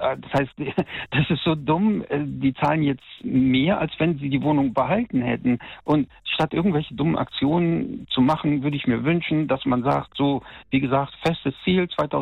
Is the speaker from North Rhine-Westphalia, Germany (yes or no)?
yes; North Rhine-Westphalia, Germany; ich komme ja aus NRW und da ist die Wohngesellschaft LEG.